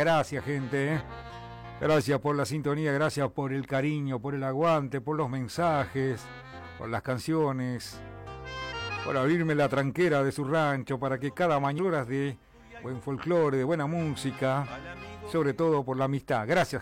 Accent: Uruguay; Pase lo que pase, somos uruguayos, che.

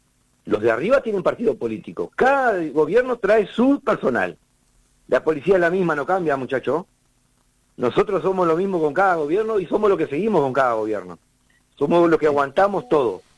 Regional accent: Cerro Chato, Uruguay; en Cerro Chato, en mi pueblo.

